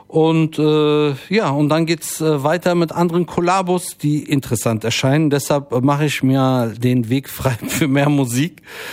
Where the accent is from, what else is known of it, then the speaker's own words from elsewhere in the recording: Frankfurt, Hesse, Germany; born there; obwohl ich ja gebürtiger Frankfurter bin, schlägt auch für Offenbach.